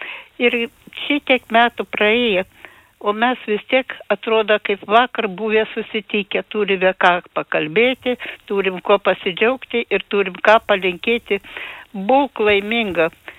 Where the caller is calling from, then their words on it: Dotnuva, Kaunas County, Lithuania; Čia aš iš Dotnuvos